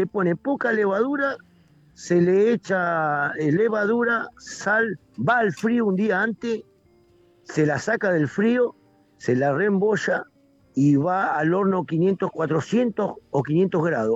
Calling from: Temperley, Buenos Aires Province, Argentina; de Temperley

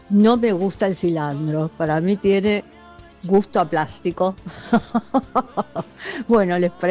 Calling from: Buenos Aires, Argentina; de Núñez.

